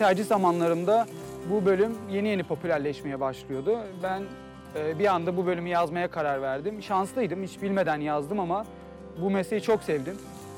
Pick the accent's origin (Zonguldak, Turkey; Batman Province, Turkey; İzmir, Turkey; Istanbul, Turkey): Zonguldak, Turkey; moved away as an adult; also born or lived in Eskişehir / Denmark; 26 Nisan 1995 tarihinde Zonguldak'ta doğdum. Üniversiteye geçene kadar da orada yaşadım.